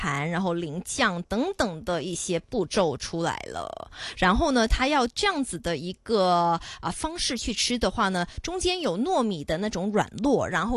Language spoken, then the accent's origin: Chinese; China